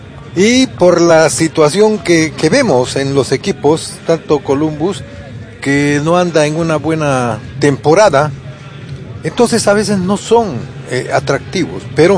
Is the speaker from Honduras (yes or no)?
yes; Honduras; now in United States; también en mi país, Honduras.